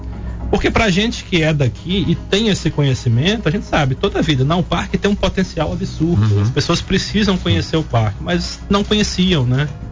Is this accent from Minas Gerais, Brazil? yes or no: yes; Ipatinga, Minas Gerais, Brazil; Fui criado em Ipatinga